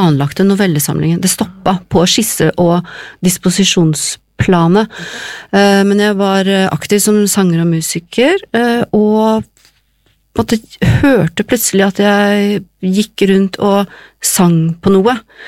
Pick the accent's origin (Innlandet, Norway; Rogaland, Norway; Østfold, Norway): Østfold, Norway; Moss; Egentlig så kommer jeg fra Moss